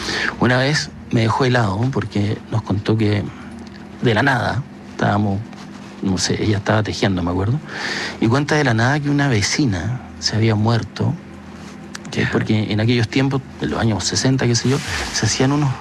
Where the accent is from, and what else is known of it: Magallanes and Chilean Antarctica, Chile